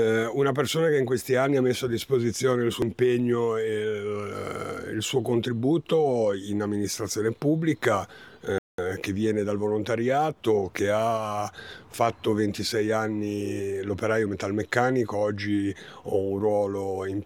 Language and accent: Italian; Ronco Scrivia, Liguria, Italy; io sono di Roscrivia